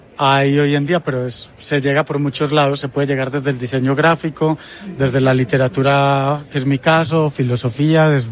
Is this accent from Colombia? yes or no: yes; Colombia; moved away; Una personal, como te decía, yo soy colombiano. Antes de irme, participé en la Filbo varias veces